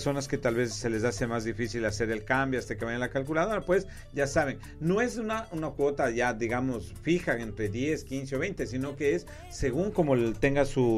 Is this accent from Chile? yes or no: no; Ecuador; soy de Ecuador